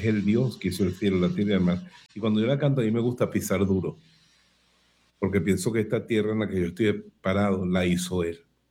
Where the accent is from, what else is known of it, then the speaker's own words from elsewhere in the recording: Bejuma, Carabobo, Venezuela; Muchas de estas canciones, se han dado cuenta, esta noche nacieron en Bejume, en mi pueblo, cuando yo era seglar, no había entrado al seminario todavía.